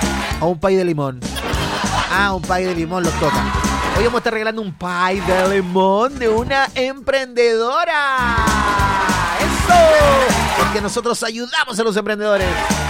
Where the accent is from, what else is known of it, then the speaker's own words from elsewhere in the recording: Chile; Somos chilenos, loco.